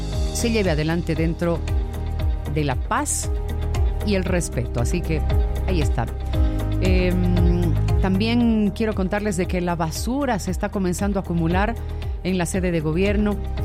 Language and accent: Spanish; Bolivia; Somos bolivianos todos.